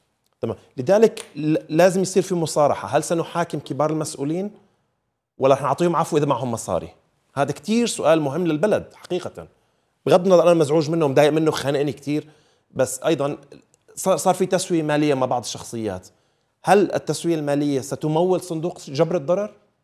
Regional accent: Syria; وحقيقة كسوريين عشنا بسوريا وبنعرف سوريا وحبسنا

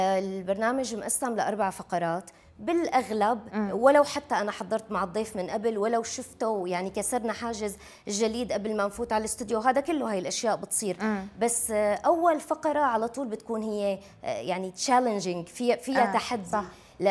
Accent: Syria; إلنا كسوريين

